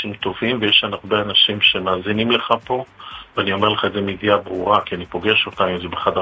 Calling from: Tel Aviv, Tel Aviv District, Israel; אני גר ברמת אביב, אני גר בתל אביב

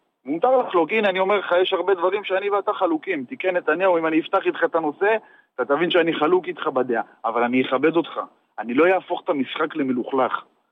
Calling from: Nahariya, Northern District, Israel

